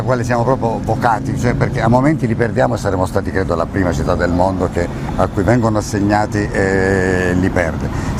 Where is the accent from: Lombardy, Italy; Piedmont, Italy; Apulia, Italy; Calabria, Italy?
Apulia, Italy; Taranto; moved away; Io poi da Tarantino, anche se vivo fuori